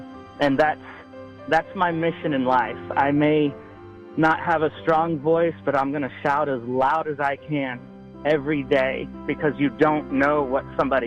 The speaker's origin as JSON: {"language": "English", "town": "Fort Myers", "region": "Florida", "country": "United States", "tie": "born or raised there", "said": "I go to Fort Myers, my hometown. I got to have dinner with my dad"}